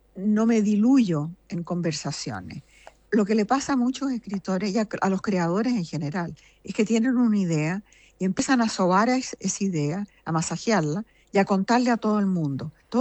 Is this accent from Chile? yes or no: yes; Chile; moved away; He vivido la mayor parte de mi vida, casi toda mi vida afuera, muy poco tiempo en Chile. Pero me siento chilena y amo Chile